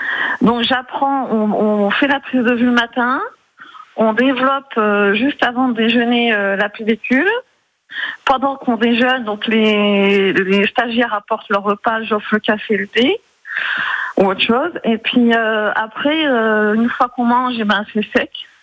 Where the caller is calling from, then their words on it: Corgoloin, Bourgogne-Franche-Comté, France; Corgoloin.